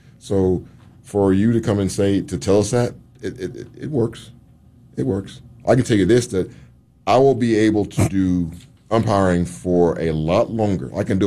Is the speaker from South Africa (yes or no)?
no; the South, United States; I'm from the South.